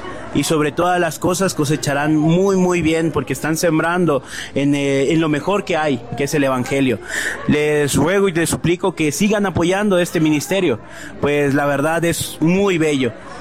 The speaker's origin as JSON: {"language": "Spanish", "town": "Tuxtla Gutiérrez", "region": "Chiapas", "country": "Mexico", "said": "venimos de Chiapas"}